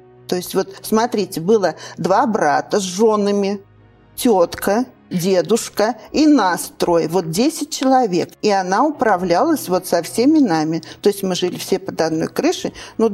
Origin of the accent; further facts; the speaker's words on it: Nizhny Novgorod, Nizhny Novgorod Oblast, Russia; Я родом из города Горького. Родилась в рабочей семье.